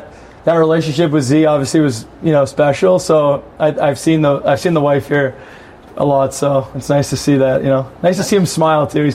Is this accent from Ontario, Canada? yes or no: yes; Toronto, Ontario, Canada; I just think that, like, growing up in Toronto area, like, there's just so much hockey available, right?